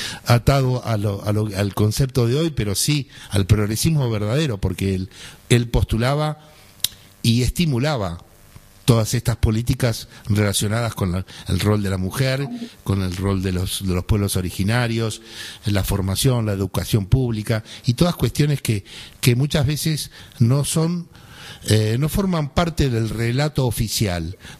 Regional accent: Argentina; soy argentino, 61 años

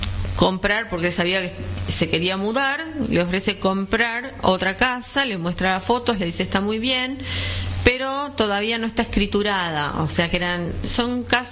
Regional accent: Tigre, Buenos Aires Province, Argentina; soy de Tigre

